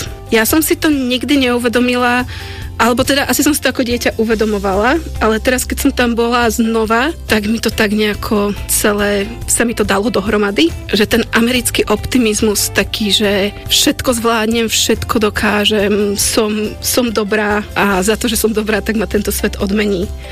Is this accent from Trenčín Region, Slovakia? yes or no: no; Bratislava, Bratislava Region, Slovakia; moved away as an adult; also born or lived in United States / Brno; pochádzam z Bratislavy, narodila som sa v Bratislava 1, rovno na Zochovej nemocnici